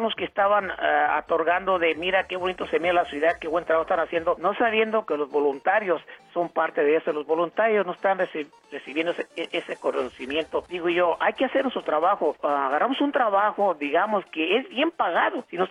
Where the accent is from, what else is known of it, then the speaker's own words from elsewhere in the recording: Mexico; Hoy en día es la temporada de la guayaba para todos los que vinimos de México, de muchos países que conocemos la fruta que es la guayaba.